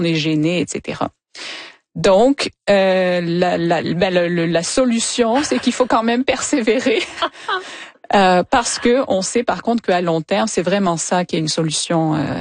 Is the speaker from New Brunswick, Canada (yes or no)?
no; Montreal, Quebec, Canada; Si je suis ici à Montréal, je vais dire que je suis peut-être du Sud-Ouest. Si je me promène en Ontario, ben je vais affirmer que je suis québécoise.